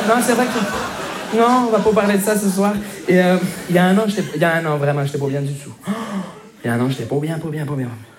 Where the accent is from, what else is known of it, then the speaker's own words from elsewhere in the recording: Montreal, Quebec, Canada; Bonjour, je me présente … je viens de Montréal.